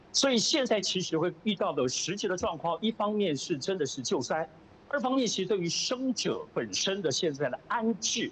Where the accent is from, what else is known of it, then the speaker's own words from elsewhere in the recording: Hualien, Hualien County, Taiwan; now in Taipei, Taiwan; 我自己台湾，特别是我家乡花莲，都经常地震啊